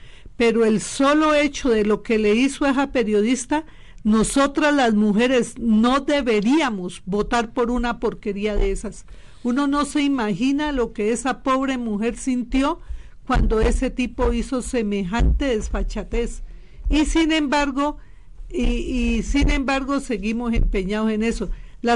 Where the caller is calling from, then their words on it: Colombia; siempre nos maltrató como ciudadanos colombianos